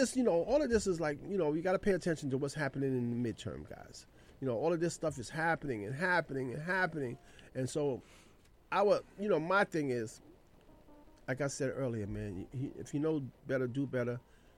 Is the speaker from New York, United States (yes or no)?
yes; New York City, New York, United States; I think I'm from the Bronx